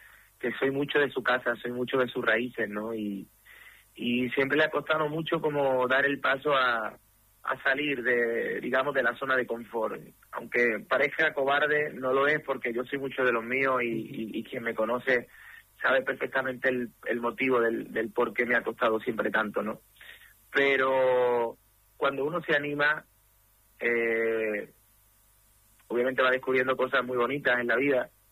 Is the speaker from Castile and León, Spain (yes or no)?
no; Palma del Río, Andalusia, Spain; Yo soy cordobés, de Palma del Río, andaluz. Llevo mi tierra por bandera, a mi España por bandera.